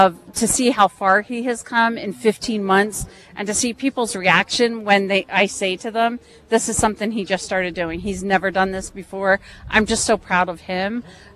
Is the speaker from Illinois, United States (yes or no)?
no; Preston, Connecticut, United States; We are from Preston, Connecticut.